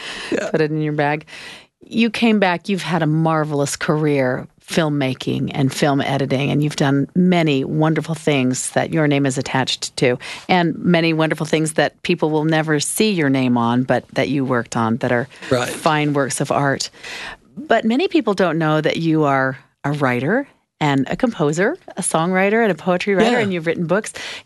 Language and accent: English; Arizona, United States; I'm from Arizona. I know this.